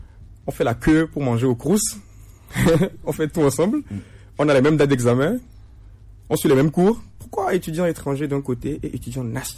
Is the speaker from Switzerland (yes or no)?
no; Togo; now in France; Quelle est la responsabilité de mon pays d'origine? Quand je prends mon pays, le Togo.